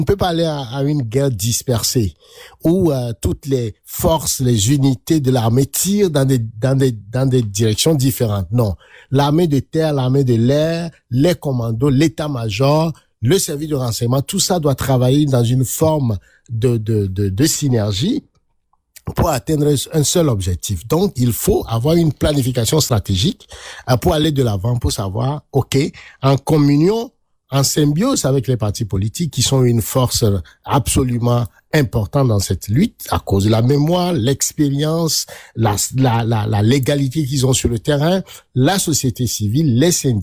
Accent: Togo; en tant que Togolais

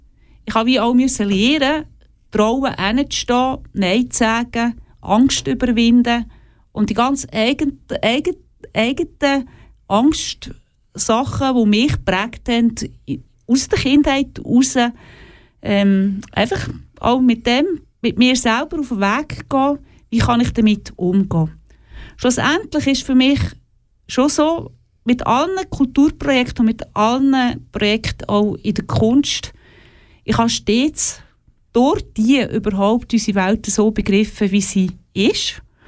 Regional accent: Sursee, Lucerne, Switzerland; also born or lived in Oberkirch; ich bin zwar in Sursee geboren und auch dort aufgewachsen und nachher in Oberkirch.

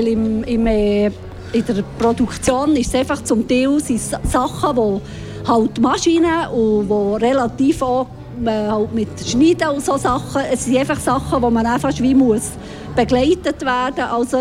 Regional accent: Därstetten, Bern, Switzerland; ich komme aus Därstetten und arbeite bei der Swiss Alpine Herbs.

